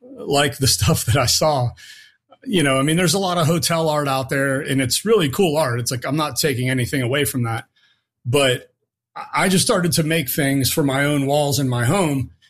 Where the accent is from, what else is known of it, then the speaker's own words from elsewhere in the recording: Warren, Ohio, United States; Growing up in Warren was definitely an experience. When I was first growing up and I was younger, the steel mills were really popular.